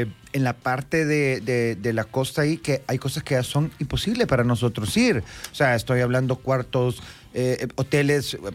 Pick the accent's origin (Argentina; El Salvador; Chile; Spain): El Salvador; nosotros como salvadoreños que somos